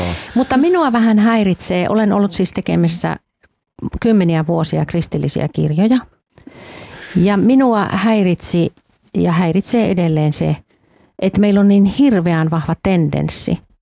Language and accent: Finnish; Helsinki, Uusimaa, Finland